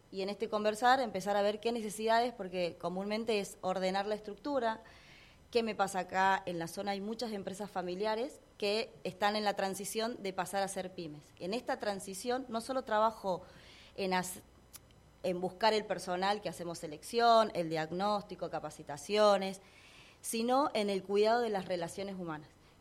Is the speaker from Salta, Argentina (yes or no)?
yes; Salta, Argentina; born there; moved away; also born or lived in Córdoba, Argentina; Yo vengo de la ciudad de Córdoba, pero no soy de ahí, soy nacida en Salta